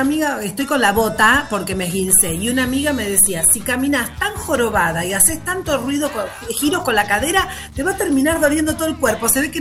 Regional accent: Santa Fe, Argentina; No somos nosotros los argentinos, no somos los santafesinos.

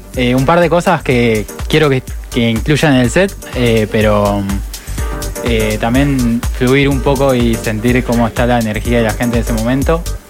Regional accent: Chajarí, Entre Ríos, Argentina; moved away as an adult; now in Rosario, Argentina; Yo soy de dónde soy. De Entre Ríos

